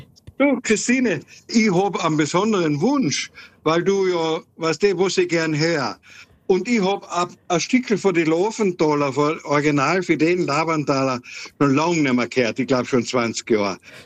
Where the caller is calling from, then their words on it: Carinthia, Austria; Deswegen sind wir Kärntner so stolz